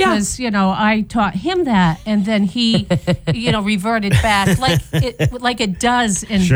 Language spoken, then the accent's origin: English; Fryeburg, Maine, United States; my hometown, my lovely, gorgeous hometown of Fryeburg, Maine.